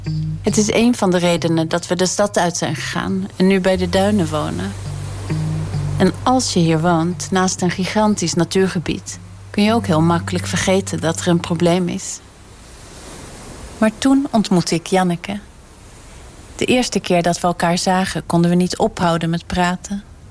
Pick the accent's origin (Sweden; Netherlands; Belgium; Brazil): Sweden; moved away; Ik ben opgegroeid in Zweden, een land waar natuur vanzelfsprekend was.